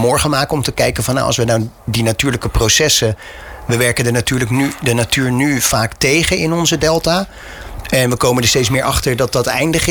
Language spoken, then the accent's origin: Dutch; Rhoon, South Holland, Netherlands; Ik ben in Roon geboren, vlak onder Rotterdam.